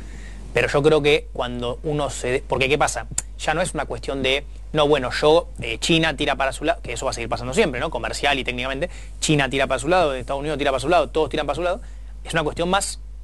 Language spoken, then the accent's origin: Spanish; Argentina